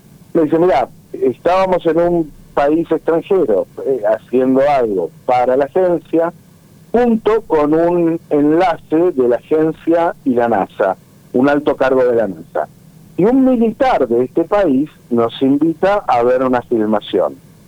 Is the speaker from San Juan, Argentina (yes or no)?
no; La Pampa, Argentina; also born or lived in Buenos Aires; now in San Fernando, Argentina; por lo general no soy de Victoria, soy de Buenos Aires, en realidad soy de La Pampa, pero estoy viendo en San Fernando.